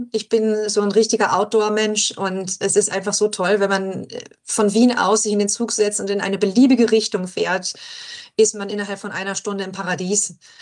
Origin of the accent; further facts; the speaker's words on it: Germany; moved away as an adult; now in Austria; ich komme halt von 50 Kilometer in die Richtung. Also es ist ja sehr uninteressant eigentlich, dass ich aus Deutschland bin